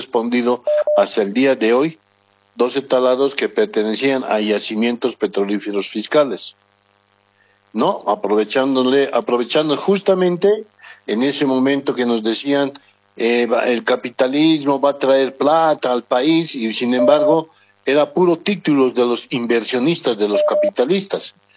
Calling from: El Alto, La Paz, Bolivia; de la ciudad del Alto.

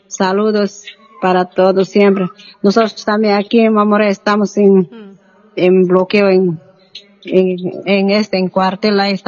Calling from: Bolivia

